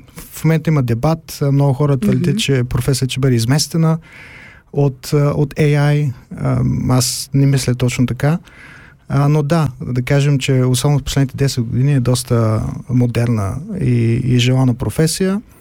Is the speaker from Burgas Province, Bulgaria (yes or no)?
yes; Burgas, Burgas Province, Bulgaria; moved away as an adult; also born or lived in Germany; Родом съм от Бургас. Завърших ПМГ, природо-математическа гимназия в Бургас. След гимназията отидах да уча в Германия.